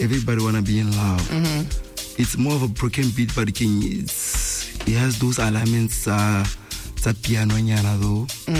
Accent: Francistown, North-East District, Botswana; I grew up in Francistown, basically.

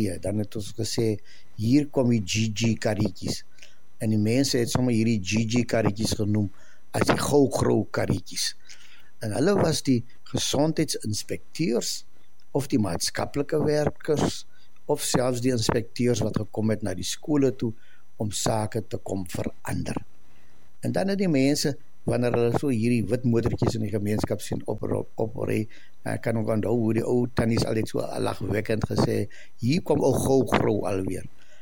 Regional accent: Karoo, South Africa; daar in die Karoo waar ek groot geword

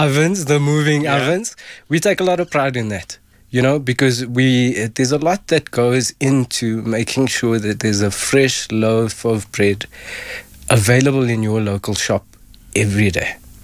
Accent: Benoni, Gauteng, South Africa; Football, man. I'm from Benoni.

